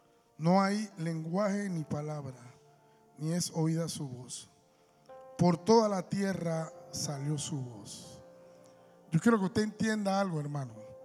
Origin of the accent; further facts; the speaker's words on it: Panama; Tampoco somos los mejores panameños ni somos los más santos.